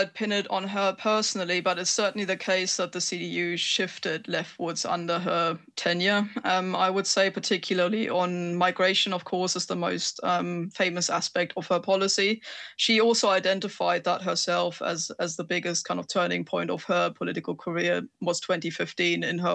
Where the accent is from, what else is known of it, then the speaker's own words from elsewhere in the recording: East Germany, Germany; moved away; Young people like myself, you mentioned earlier, I grew up in Eastern Germany. My entire generation pretty much left.